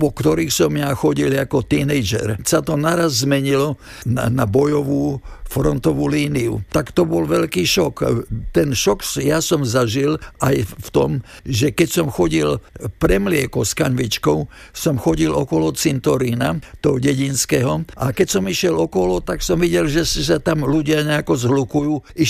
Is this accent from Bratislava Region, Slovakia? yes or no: yes; Bratislava, Bratislava Region, Slovakia; Toto je z čias druhej svetovej vojny, keď sme boli evakuovaní z Bratislavy, pretože sa boli obavy bombardovania, ku ktorému aj došlo, keď zničili Apollo rafinériu.